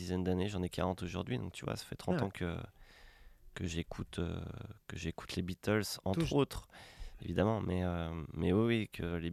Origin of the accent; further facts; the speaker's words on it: France; accent: French; Tu vois, on sent que j'ai un accent français quand même.